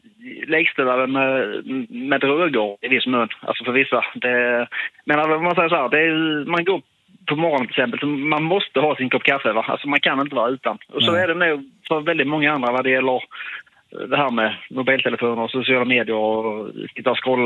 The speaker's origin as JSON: {"language": "Swedish", "country": "Sweden", "said": "Det som händer med mig, jag är ju typisk svensk"}